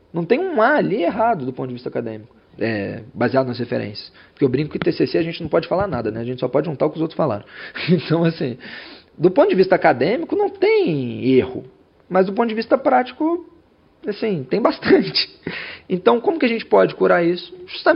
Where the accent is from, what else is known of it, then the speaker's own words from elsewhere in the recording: Niterói, Rio de Janeiro, Brazil; sou de Niterói